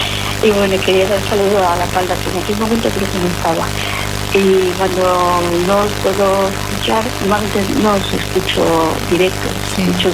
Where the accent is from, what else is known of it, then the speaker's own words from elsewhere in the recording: Jerez de la Frontera, Andalusia, Spain; also born or lived in Northern Spain; Pues yo lo estoy comparando, yo soy de Jerez de la Frontera. Y yo tengo recuerdos de la niñez, de cuando iba a donde mi abuela, ya vivíamos aquí arriba en el norte, pero yo bajaba donde mi abuela.